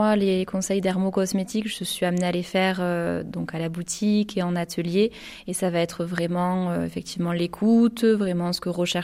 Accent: Montpellier, Occitanie, France; Moi je suis roltaise, donc je suis née à Montpellier, j'ai toujours grandi dans le coin, on va dire. Après à Vennes, pourquoi ? Parce que mes parents sont des Hauts-Cantons, donc c'est vrai que j'ai toujours plus ou moins connu le coin.

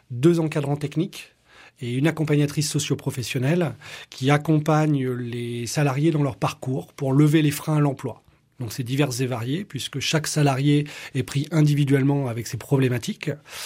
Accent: Nouvelle-Aquitaine, France; moved away as an adult; also born or lived in United States; j'ai eu envie de revenir en Charente qui est ma terre natale et de revenir après ces années d'expatriation.

